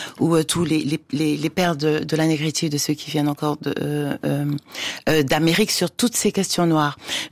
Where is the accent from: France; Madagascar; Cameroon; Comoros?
Cameroon; Douala, Littoral; À l'endroit où j'ai grandi à Douala, alors, il y avait la littérature africaine n'était pas très disponible, à vrai dire.